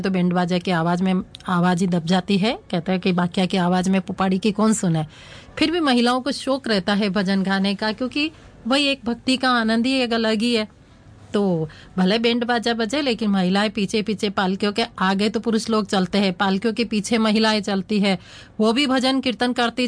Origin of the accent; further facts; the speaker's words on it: Rajasthan, India; हम तो राजस्थान की मिट्टी में बड़े हुए हैं, पले बड़े